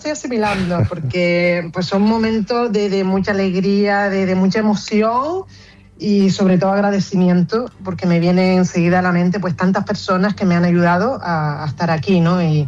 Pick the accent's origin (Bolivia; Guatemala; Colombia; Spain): Spain; Vecindario, Canary Islands; born or raised there